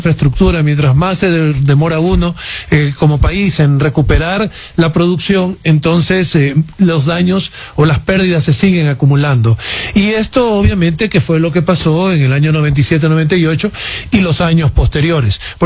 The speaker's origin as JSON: {"language": "Spanish", "country": "Ecuador", "said": "somos más ecuatorianos"}